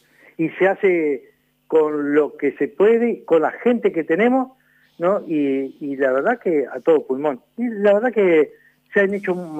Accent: Gualeguaychú, Entre Ríos, Argentina; now in Larroque, Argentina; ciertamente soy de Gualeguaychú, del barrio del Sudamérica.

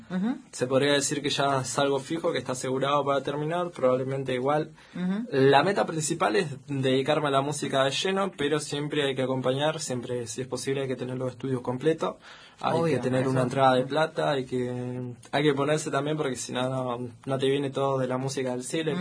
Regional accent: Esquel, Chubut, Argentina; Yo de acá.

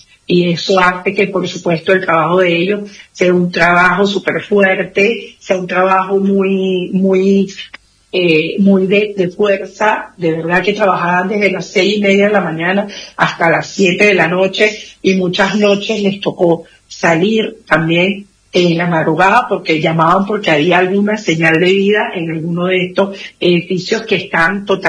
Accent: Venezuela; Es increíble la solidaridad que ha tenido a mi pueblo, porque yo soy venezolana

